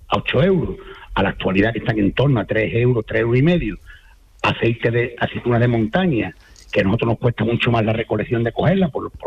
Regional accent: Villanueva de San Juan, Andalusia, Spain; Villanueva de San Juan, que es un pueblo muy bonito, y además te comento que somos de la Sierra Sur de Sevilla, y somos un pueblo muy desconocido

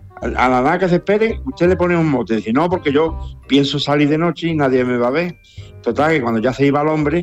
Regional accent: Lebrija, Andalusia, Spain; de toda la vida. Yo nací aquí

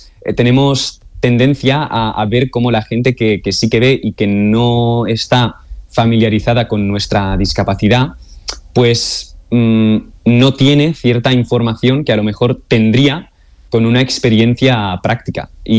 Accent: Olot, Catalonia, Spain; Yo soy de Olot, del norte de la provincia de Girona.

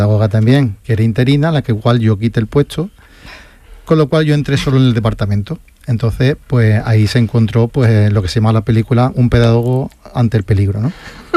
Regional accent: Seville, Andalusia, Spain; now in Cádiz, Spain; Entonces me enviaron, yo soy de Sevilla, me enviaron a Cádiz

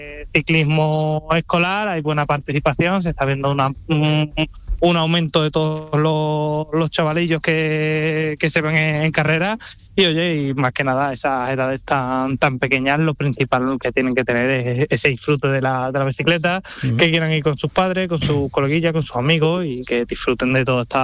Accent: Huelva, Andalusia, Spain

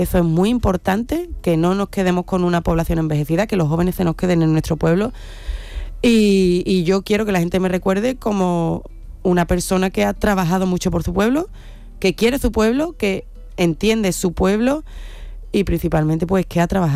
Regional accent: Villamartín, Andalusia, Spain

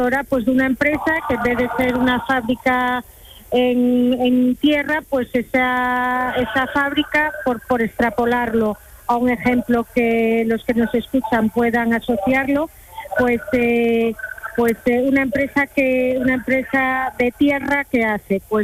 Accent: Marín, Galicia, Spain; yo soy de Marín, de Galicia

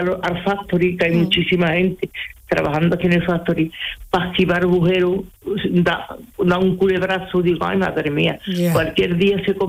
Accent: Cumbres Mayores, Andalusia, Spain; nosotros somos de Cumbres Mayores. Oh. Nosotros traíamos las chacinas de toda la sierra, el pescado de Huerva

